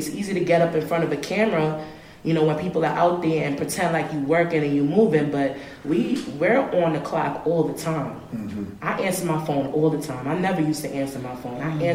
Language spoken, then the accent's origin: English; Bronx, New York, United States; I'm from the Bronx, but a lot of my friends live in Harlem.